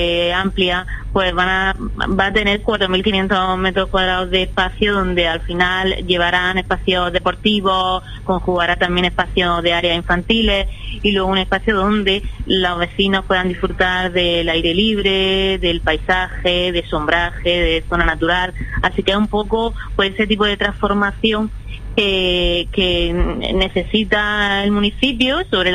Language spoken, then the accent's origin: Spanish; Huércal de Almería, Andalusia, Spain; Que somos Huércal de Almería.